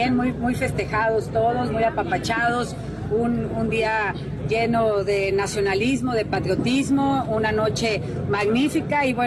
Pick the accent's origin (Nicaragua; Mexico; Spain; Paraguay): Mexico; como ciudadanos y como mexicanos, es cada cumplir cada quien con lo que nos corresponde.